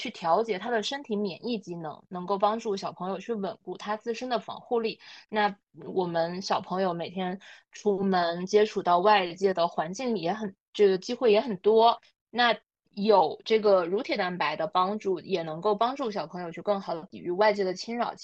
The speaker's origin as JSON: {"language": "Chinese", "region": "Heilongjiang", "country": "China", "tie": "born or raised there", "said": "我是黑龙江人嘛"}